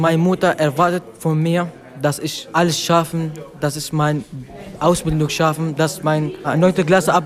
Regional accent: Syria; German is a second language; now in Germany; Also ich komme aus Syrien. Meine Eltern leben auch in Syrien. Ich bin hier ganz alleine in Deutschland gekommen.

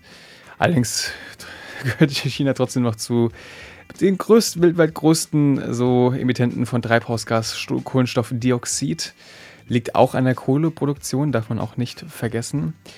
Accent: Berlin, Germany; Ich komme aus Berlin

